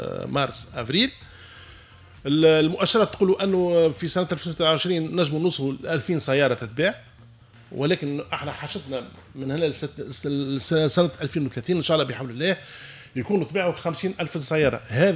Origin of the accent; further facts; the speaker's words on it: Tunisia; احنا كعائلات تونسيه